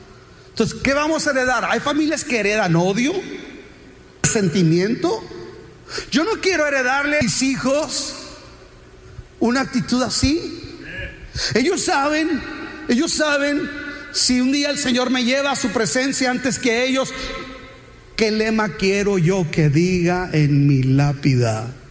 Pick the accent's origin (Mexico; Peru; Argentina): Mexico; El 70% de los latinoamericanos somos mexicanos.